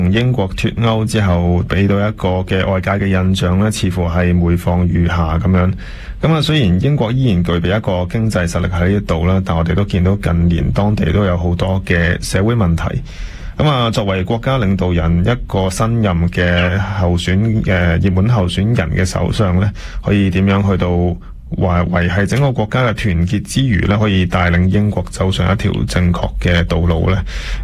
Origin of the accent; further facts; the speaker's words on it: Canada; 都想请教两位拍档点睇我哋加拿大目前嘅状况，